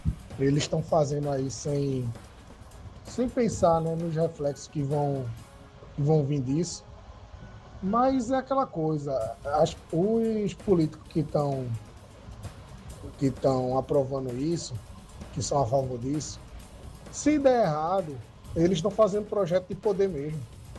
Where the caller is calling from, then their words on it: Paulista, Pernambuco, Brazil; sou de Paulista.